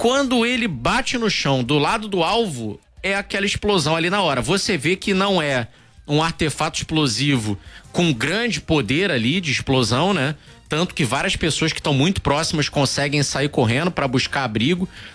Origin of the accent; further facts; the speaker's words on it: Rio de Janeiro, Brazil; Eu cubro segurança pública aqui no Rio de Janeiro há mais de 10 anos e enquanto cidadão fluminense, nascido e criado na Zona Norte